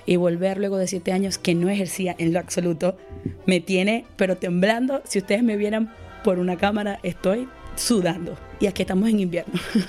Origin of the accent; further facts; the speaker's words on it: Maracaibo, Zulia, Venezuela; moved away as an adult; also born or lived in Peru; yo soy periodista egresada de la Universidad Dr. Rafael Belloso Chacín en Maracaibo, Venezuela